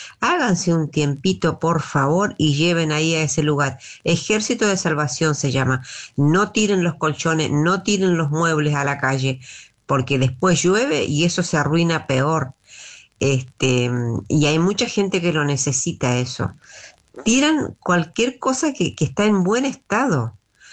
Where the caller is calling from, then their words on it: Garín, Buenos Aires Province, Argentina; de Garín.